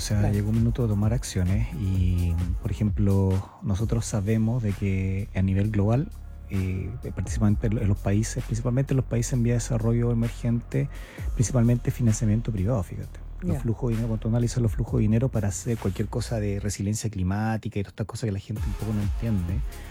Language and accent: Spanish; Iquique, Tarapacá, Chile; yo soy de Iquique